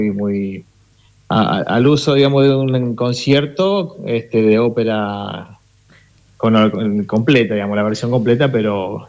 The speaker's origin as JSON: {"language": "Spanish", "town": "Rosario", "region": "Santa Fe", "country": "Argentina", "moved": "yes", "lives_now": "Santa Fe, Argentina", "said": "yo soy rosarino, como vos sabés, pero estoy radicado aquí porque trabajo en el coro provincial de Santa Fe."}